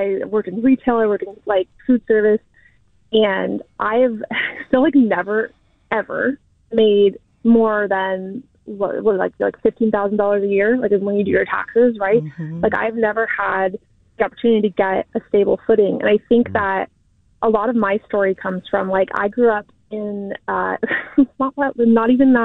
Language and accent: English; Martinez, California, United States; I go to San Francisco, I work in Berkeley, like I grew up in Martinez.